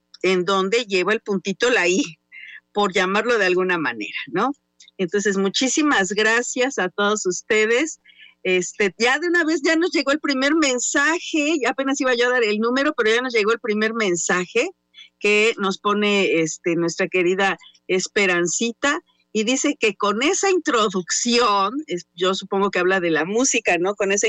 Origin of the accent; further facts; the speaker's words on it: Mexico; Soy muy mexicana y uso mucho los diminutivos